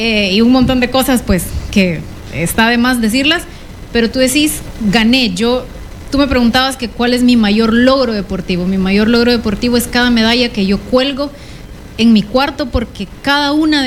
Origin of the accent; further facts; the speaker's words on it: El Salvador; Nosotros venimos de El Salvador.